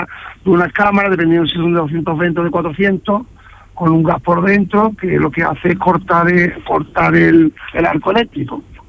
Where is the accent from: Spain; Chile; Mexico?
Spain; Seville, Andalusia; Yo de Sevilla capital.